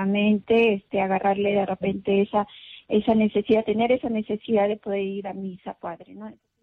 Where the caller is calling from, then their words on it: Abancay, Apurímac, Peru; le llamo desde Apurímac.